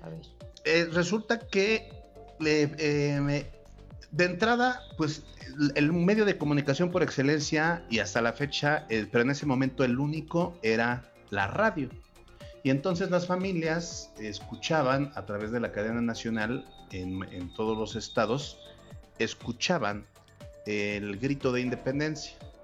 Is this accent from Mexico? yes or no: yes; Mexico; Bueno, y lo que a nosotros nos interesa como mexicanos es ahorita el Día Internacional del Recalentado